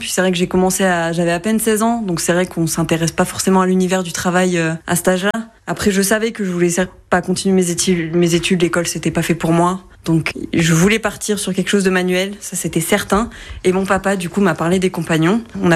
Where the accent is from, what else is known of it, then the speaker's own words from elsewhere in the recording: Nouvelle-Aquitaine, France; À la base de Dordogne, voilà. Okay. Pays de la chocolatine.